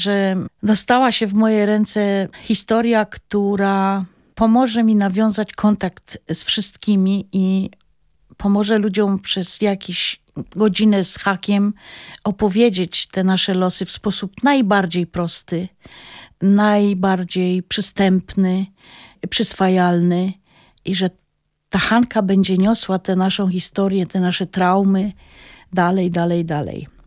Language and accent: Polish; Świętochłowice, Silesian Voivodeship, Poland; ja się urodziłam na tym placu, w tych Świętochłowicach i na tym placu, bawiąc się i marząc o tym, żeby być aktorką